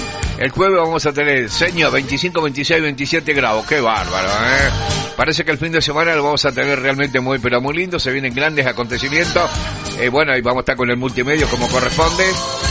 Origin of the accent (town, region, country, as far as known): Urdinarrain, Entre Ríos, Argentina